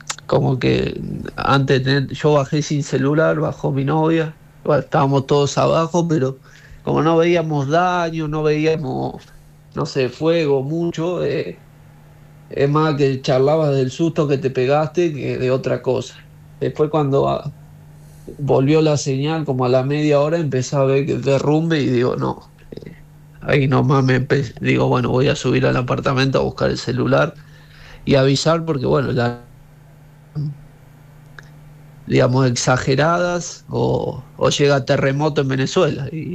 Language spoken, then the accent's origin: Spanish; Laborde, Córdoba, Argentina; moved away; also born or lived in San Juan, Argentina; Yo soy de Córdoba, de Laborde, al sur, pero como te digo, viví en San Juan, que es una zona relativamente sísmica